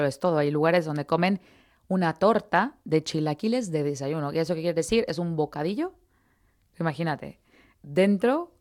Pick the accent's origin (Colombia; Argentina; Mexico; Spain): Mexico; moved away